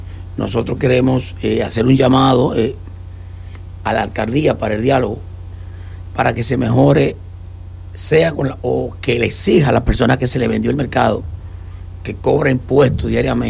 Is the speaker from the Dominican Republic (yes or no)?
yes; Pedernales, Dominican Republic; born there; hasta nosotros, los que nacimos en Pedernales, estamos hallando el sol caliente.